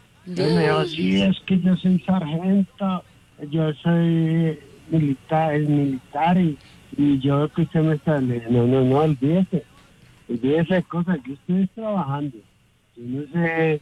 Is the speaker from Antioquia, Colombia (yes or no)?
no; Ibagué, Tolima, Colombia; also born or lived in Girardot; Vivía ya harto tiempo, soy de Ibagué.